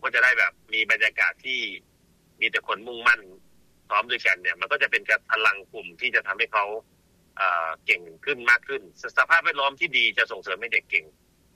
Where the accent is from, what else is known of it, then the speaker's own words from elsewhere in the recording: Nakhon Si Thammarat, Thailand; นครศรีธรรมราช